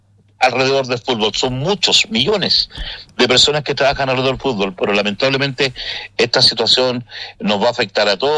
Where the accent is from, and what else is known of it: Chile